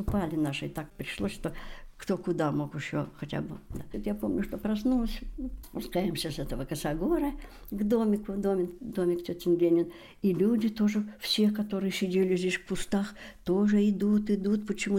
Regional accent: Moscow, Russia; born there; also born or lived in Pogoreloye Gorodishche; Родилась в Москве в 1936 году, Краснопресненский район Москвы, улица 905 года. Мы на этой улице жили. 5 лет было мне, когда война началась.

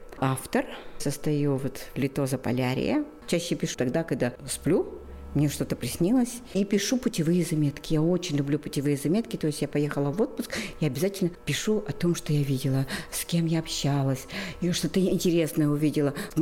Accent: Nenets Autonomous Okrug, Russia; born there; Я родилась в Ненецком автономном округе, мне очень сложно вот разделять. И даже когда общаюсь со зрителями, да, мне очень сложно, потому что я там живу. И поэтому я когда говорю «ненцы», я все время говорю «вот мы». Хотя я коми

